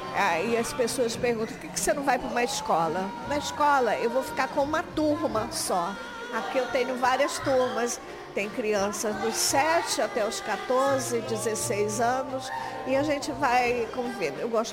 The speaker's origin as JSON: {"language": "Portuguese", "town": "São Luís", "region": "Maranhão", "country": "Brazil", "also_born_or_lived": "João Pessoa, Paraíba", "moved": "as an adult", "lives_now": "Lisbon, Portugal", "said": "eu sou de São Luís do Maranhão, mas era em João Pessoa que eu dava aula."}